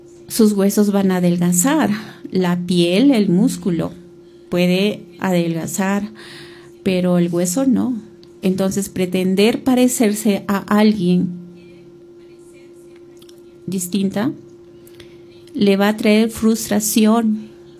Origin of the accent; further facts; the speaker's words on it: Cusco, Peru; somos peruanos y somos más aquí, cusqueños, de Cusco